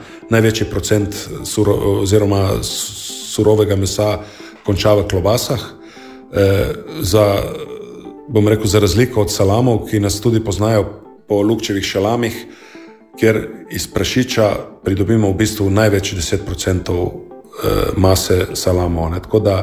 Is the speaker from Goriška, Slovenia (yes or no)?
yes; Kanal, Goriška, Slovenia; born or raised there